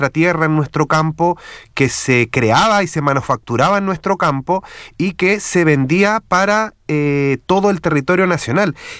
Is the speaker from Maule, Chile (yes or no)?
yes; Teno, Maule, Chile; cuando chico vivía en Teno y paseaba por el campo